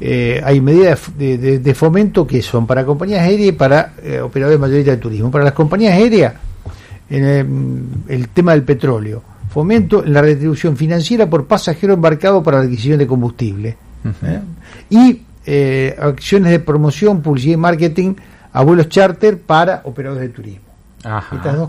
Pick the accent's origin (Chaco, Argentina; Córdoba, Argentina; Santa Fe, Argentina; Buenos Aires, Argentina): Santa Fe, Argentina